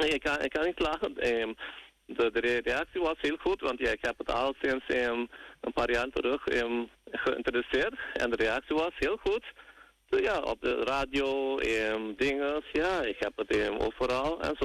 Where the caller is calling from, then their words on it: Aruba; 1 week, dan gaan we terug naar Aruba.